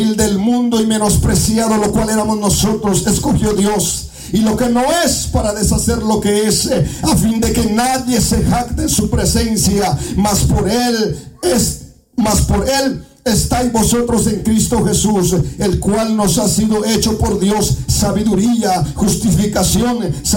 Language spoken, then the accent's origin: Spanish; Guatemala; yo vengo de Guatemala, de la aldea, allá donde se respira la pólvora y se estornuda la bala.